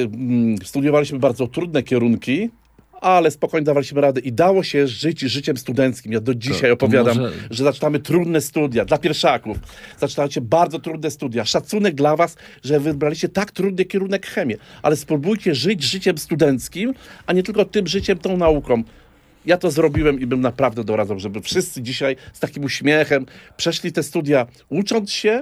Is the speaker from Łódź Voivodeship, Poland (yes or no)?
yes; Głowno, Łódź Voivodeship, Poland; Głowno, Łódź Kaliska, w wieku 14 lat przywoziłem, będąc trochę łodzianinem.